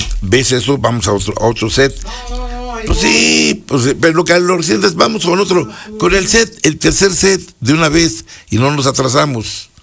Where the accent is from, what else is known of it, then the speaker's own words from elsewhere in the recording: Necaxa, Puebla, Mexico; born there; pregunten, yo nací en Necaxa, soy cronista e historiador de Necaxa.